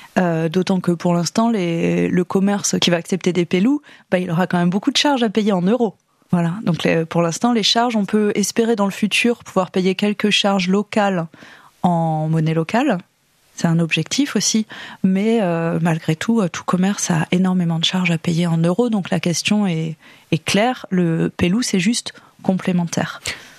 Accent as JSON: {"language": "French", "town": "Glanges", "region": "Nouvelle-Aquitaine", "country": "France", "said": "Donc moi je suis de Glange, donc de la communauté de communes Briançon-Sud-Haute-Vienne, et là-bas on est tous familiers vraiment avec cet outil"}